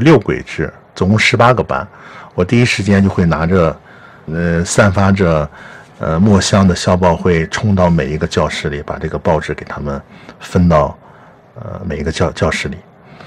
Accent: Houma, Shanxi, China; 我们老家侯马古称新田

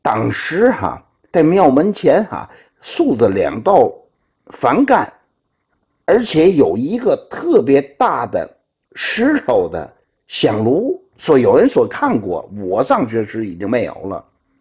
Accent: Tianjin, China; 我小时候在六几年、69年上一年级就在娘娘庙小学上的

